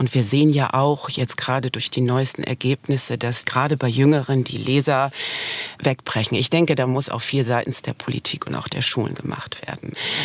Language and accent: German; Bremen, Germany; born there; das bin ich. Und wir haben unsere Urlaube als Familie, auch mit meinen Schwestern, immer in Ostfriesland verbracht.